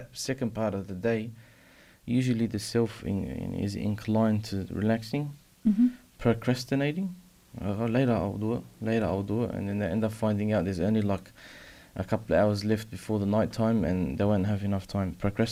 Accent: Australia; born there; moved away as an adult; I was born here in Australia. But to move away from my home and go live and take another place as a permanent home for years, it was hard at the start

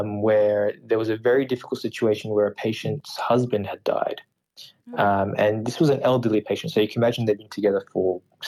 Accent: Sydney, New South Wales, Australia; I mean, I'm from Sydney, and I can't get from my home to the city without paying some sort of toll

